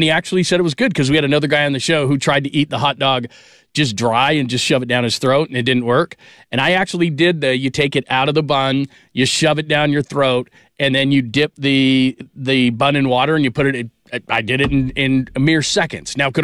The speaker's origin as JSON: {"language": "English", "region": "California", "country": "United States", "lives_now": "Phoenix, United States", "said": "I'm from the Bay Area. Worked at KBR in the Bay Area for years and years and years."}